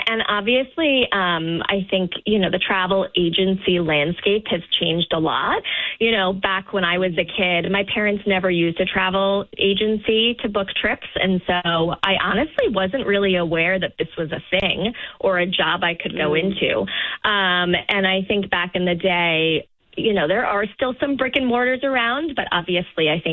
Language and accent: English; Boston, Massachusetts, United States; So I am based in Boston. I grew up in the area, and my family is still here as well.